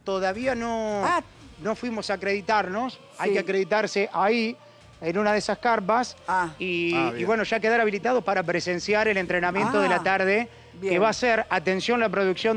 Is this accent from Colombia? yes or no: no; Olavarría, Buenos Aires Province, Argentina; Recién estaba hablando con unos amigos de Olavarría y se los dije y se reían, pero es verdad. Mi ciudad natal, mi querida ciudad natal, tiene más movimiento en el centro que esta Kansas City.